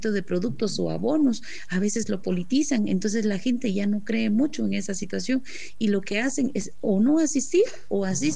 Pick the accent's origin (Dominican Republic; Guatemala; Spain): Guatemala; para que nosotros como pueblos indígenas, para que nosotros como guatemaltecos no podamos avanzar